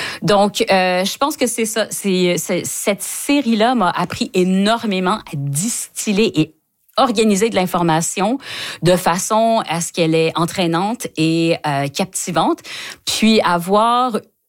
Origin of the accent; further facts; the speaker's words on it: Ontario, Canada; en ayant grandi en tant que franco-ontarienne